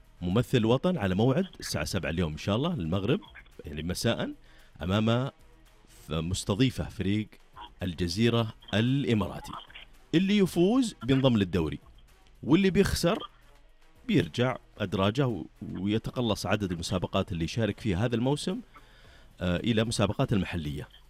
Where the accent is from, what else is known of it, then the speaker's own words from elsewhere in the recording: Saudi Arabia; المعروف عندنا في السعودية وفي الخليج